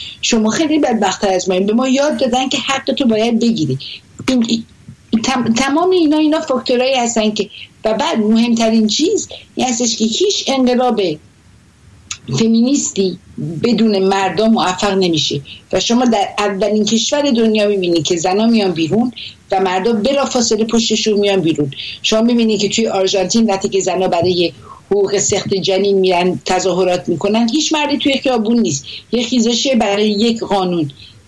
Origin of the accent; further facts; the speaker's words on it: Iran; now in Paris, France; ولی من میدونم شرایط چقدر سخته، برای که توی اون مملکت بزرگ شدم میدونم که چقدر سخته.